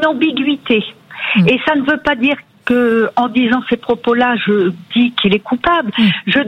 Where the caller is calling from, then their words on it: Nantes, Pays de la Loire, France; Alors, j'appelle de Nantes.